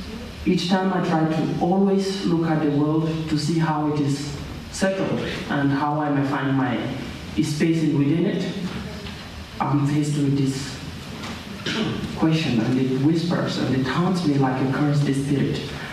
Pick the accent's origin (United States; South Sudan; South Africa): South Sudan; born there; When I was born in South Sudan, from the stories that my father told me, it was a struggle between the North and the South